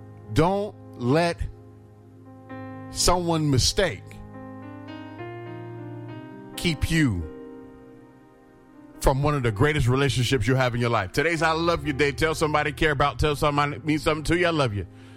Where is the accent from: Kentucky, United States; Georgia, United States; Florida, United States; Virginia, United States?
Florida, United States; Daytona Beach; I'm from Daytona Beach.